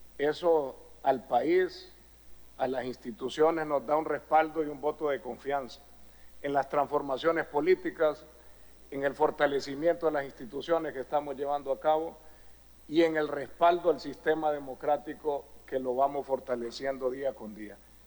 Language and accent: Spanish; Honduras; La calidad humana de mi pueblo, que los va a recibir como hermanos. Y en Honduras, que somos el centro de América, el corazón de América